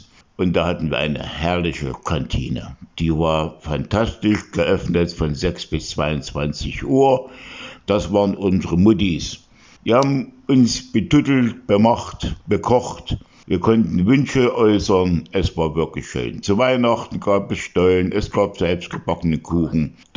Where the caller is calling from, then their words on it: Leipzig, Saxony, Germany; ich komme aus Leipzig, ich bin Rentner. Ich war früher bei der LVB in Leipzig, Straßenbahn.